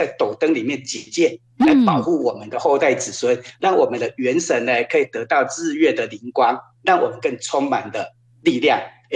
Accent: China; 我们中国人的思维我们所有的生命力都从斗母来的，

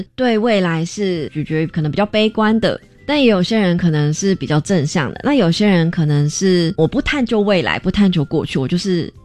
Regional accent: Taiwan; moved away; 我一直试图用我在台湾所看到的颜色去表现我，

